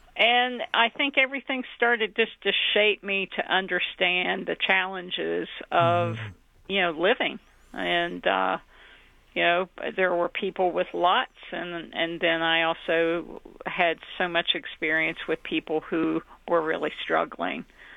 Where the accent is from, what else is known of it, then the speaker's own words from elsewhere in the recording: West Virginia, United States; now in Huntington, United States; I'm from West Virginia, right up the road, about 20 miles. We lived fairly rurally. I lived within a mile most of my life from my grandparents' house, where my mom was born and where my mother lived.